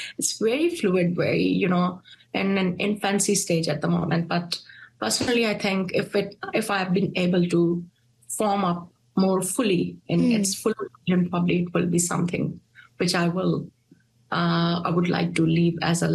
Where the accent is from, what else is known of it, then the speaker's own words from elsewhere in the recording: Pakistan; now in New Zealand; we have got a great history over here as Pakistani. We are very hardworking people, mostly very professional and mostly highly skilled migrants that come from, you know, Pakistan to New Zealand